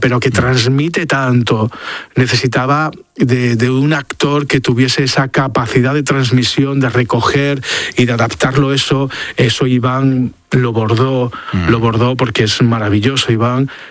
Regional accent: Avilés, Asturias, Spain; now in Madrid, Spain; en aquel momento en Avilés, yo soy de Avilés, me siento muy avilesino.

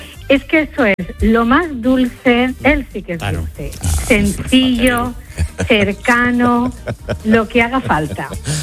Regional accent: Oliva, Valencian Community, Spain; Pues mira, es un olivense, porque yo soy de Oliva y él también es de Oliva

